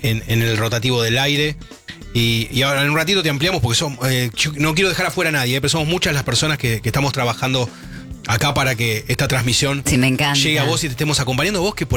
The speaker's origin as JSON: {"language": "Spanish", "country": "Argentina", "said": "los argentinos necesitamos un poco de tranquilidad también"}